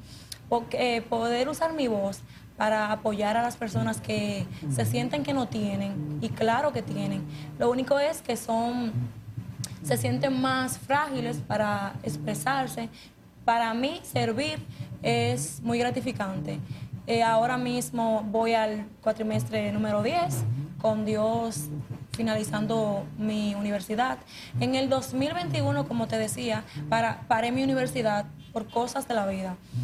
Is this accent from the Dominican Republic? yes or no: yes; Sabana Buey, Peravia, Dominican Republic; also born or lived in Villa Fundación; yo soy de Sabana Buey, de la Fundación.